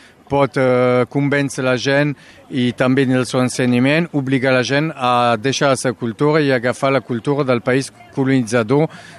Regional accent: Occitania, France; Aquí tenim més de 350 anys que som a França

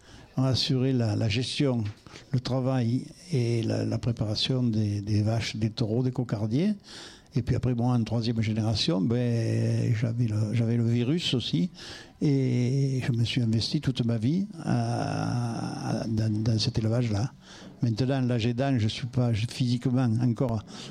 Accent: Vergèze, Occitanie, France; also born or lived in Vauvert / Gallician; Vauvert un peu, c'est mon village. Moi, je suis natif de Vergès. Après, j'ai exercé une activité hors manade à Saint-Laurent-des-Gouzes, mais j'ai toujours vécu au Mas des Iscles, après Galician, là, sur la route qui descend au Sainte-Marie.

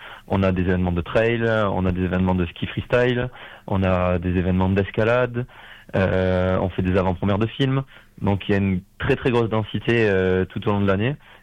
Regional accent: Bagnères-de-Bigorre, Occitanie, France; On est natifs de Bagnères tous les trois.

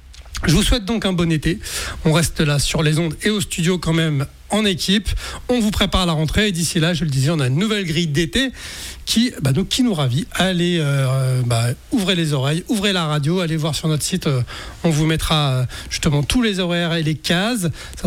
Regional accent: France; Alors évidemment, vu de chez nous en France

